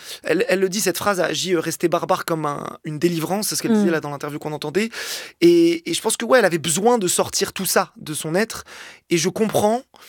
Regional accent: Algeria

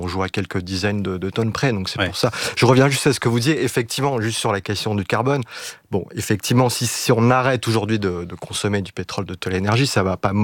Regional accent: France; on a aussi une responsabilité historique en tant que Français

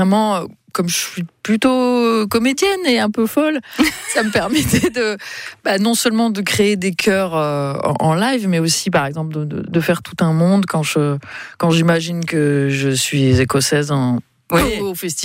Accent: south of France, France; Attends, je suis du Sud.

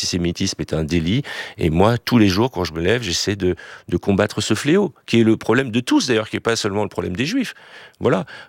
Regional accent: France; Je suis français, juif d'abord.

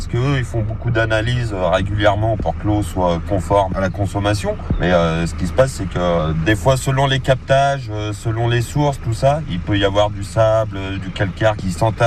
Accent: Trévoux, Auvergne-Rhône-Alpes, France; Ouais, nous à la base on est de Trévoux, on est à côté de Lyon et toute la semaine on est en déplacement.

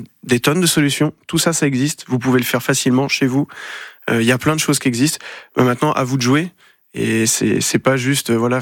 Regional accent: Autheuil-Authouillet, Normandy, France; on va le faire chez nous, à Auteuil-Autouillé.

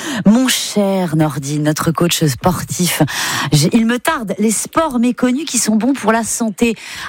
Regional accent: Brittany, France; Quand c'est froid, comme chez moi en Bretagne, une combi, et puis c'est parti, au draso.

